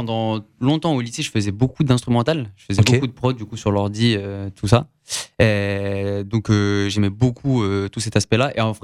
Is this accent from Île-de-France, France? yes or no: yes; Cergy, Île-de-France, France; now in Paris, France; J'ai 25 ans. Okay. J'habite à Paris dans le 19e arrondissement. J'ai grandi à Cergy en plus.